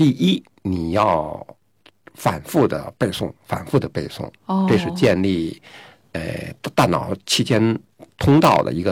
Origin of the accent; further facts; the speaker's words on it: China